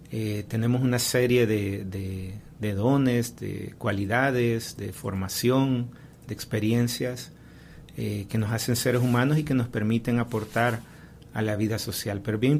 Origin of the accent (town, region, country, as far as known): El Salvador